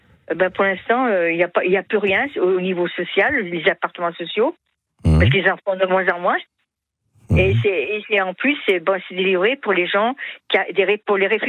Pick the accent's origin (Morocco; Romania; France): France; Vallon-Pont-d'Arc, Auvergne-Rhône-Alpes; Je suis plutôt issue de l'Ardèche.